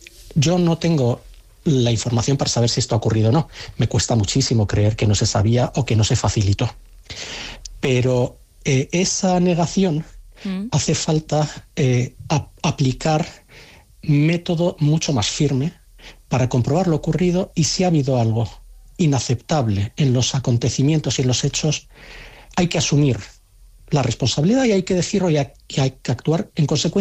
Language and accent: Spanish; Spain; Me temo, y ahora ya hablo no como analista, sino como ciudadano español, no es normal.